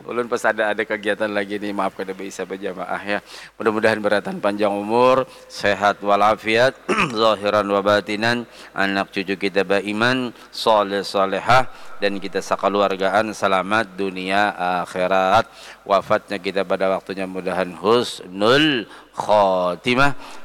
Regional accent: South Kalimantan, Indonesia; kami Banjar bahari kakan-kakan yang nyebat lapri.

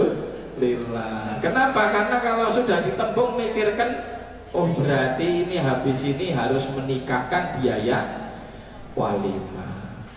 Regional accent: Tawangmangu, Central Java, Indonesia; kami di Tawangmangu

